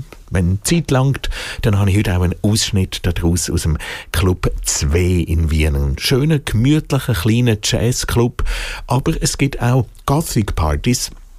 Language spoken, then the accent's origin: German; Switzerland; Ähnlich wie bei der Modern Mode hier im Extra Zürich bei uns in der Schweiz.